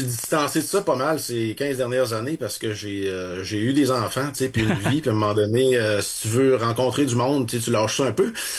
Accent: Saint-Félicien, Quebec, Canada; Moi, il y avait une expo agricole chez nous dans ma ville natale, Saint-Félicien, qui a 10 000 âmes.

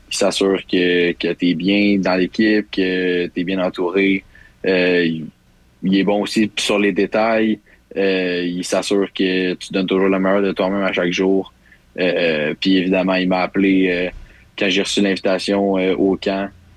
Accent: Deux-Montagnes, Quebec, Canada; Ouais, un petit gars de Deux-Montagnes.

